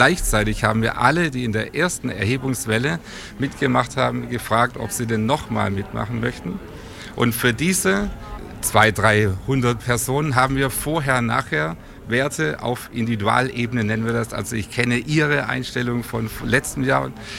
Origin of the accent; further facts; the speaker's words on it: Chemnitz, Saxony, Germany; als Chemnitzer, ja, an der TU Chemnitz